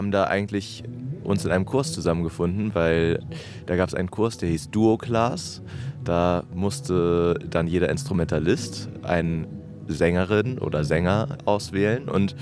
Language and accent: German; Flensburg, Schleswig-Holstein, Germany; Also ich komme ja aus Flensburg, Selina kommt aus Köln.